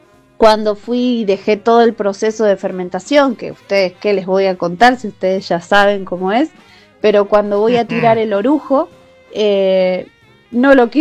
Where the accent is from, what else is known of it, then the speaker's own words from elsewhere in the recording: Santa Fe, Argentina; born there; now in Cañada Seca, Argentina; soy de Cañada Seca, nacida en Santa Fe, hace un poco más de 3 años estoy viviendo acá, en Cañada Seca, en un lugar súper rural, súper lindo.